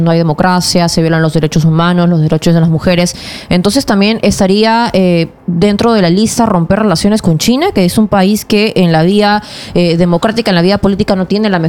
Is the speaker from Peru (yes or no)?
yes; Peru